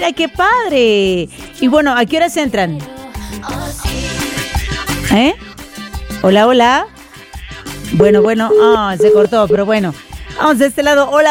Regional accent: Sinaloa, Mexico; yo vengo desde Sinaloa, sí señor.

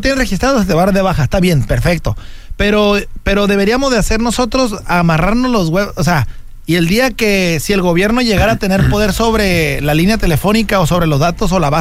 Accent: Mexico

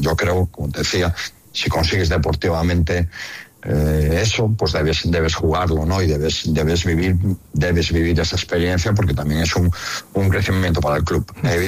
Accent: Galicia, Spain; como entrenador gallego que soy.

